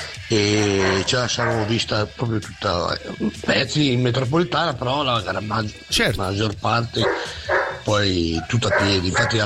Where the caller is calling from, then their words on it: Aulla, Tuscany, Italy; da dove vivo io in Lunigiana. Sono partito da Aul, provincia di Massa Carrara